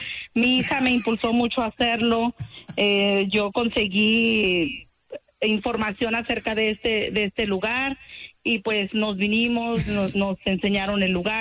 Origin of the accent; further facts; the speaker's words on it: Michoacán, Mexico; also born or lived in California / Los Angeles; now in Las Vegas, United States; Yo soy nacida en California, pero fui criada en Michoacán, o me considero de Michoacán.